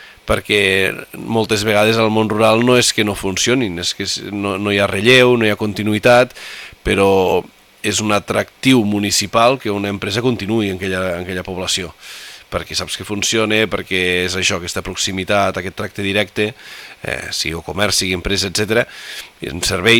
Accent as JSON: {"language": "Catalan", "town": "Corbins", "region": "Catalonia", "country": "Spain"}